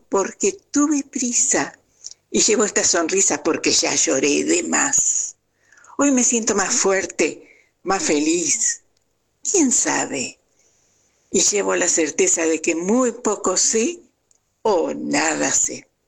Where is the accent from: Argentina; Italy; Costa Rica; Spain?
Argentina; Paraná, Entre Ríos; de Paraná, Entre Ríos.